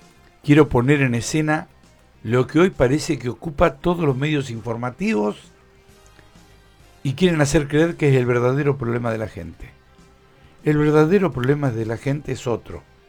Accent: Argentina

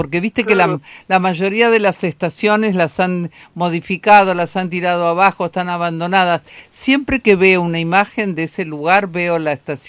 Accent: Patagonia, Argentina

